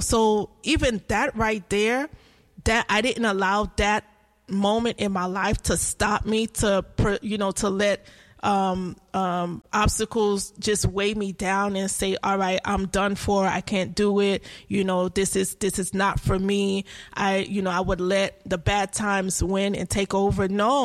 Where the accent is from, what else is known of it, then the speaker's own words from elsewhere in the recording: United States; first language Haitian Creole; English is a second language; No, I am not from Haiti. My family is from Haiti. So I am Haitian American. I was born here in the U.S.